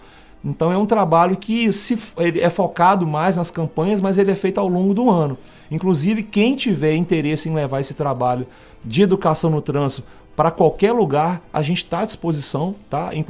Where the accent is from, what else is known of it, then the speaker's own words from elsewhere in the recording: Governador Valadares, Minas Gerais, Brazil; Eu sou nascido e criado em Valadares